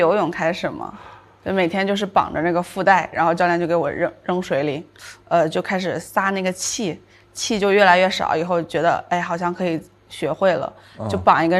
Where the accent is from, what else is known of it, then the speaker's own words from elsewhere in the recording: Tianjin, China; 因为我是天津人，然后其实天津的小朋友像我们那个年代，我们都是在河里长大的。